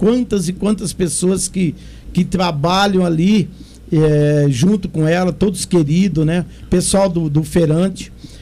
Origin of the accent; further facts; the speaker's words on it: Brazil; na Vila Gadini, né? Onde eu nasci, onde a gente criamos junto